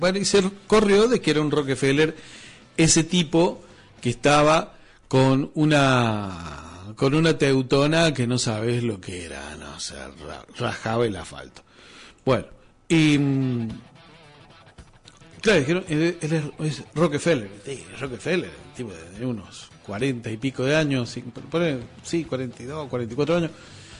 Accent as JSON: {"language": "Spanish", "country": "Argentina", "said": "Yo soy argentino, le digo."}